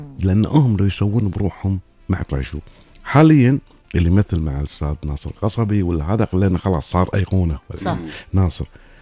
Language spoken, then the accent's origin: Arabic; Kuwait; الجلسات القنائيه اللي كنا نسويها بالكويت بالاذاعه بالتلفزيون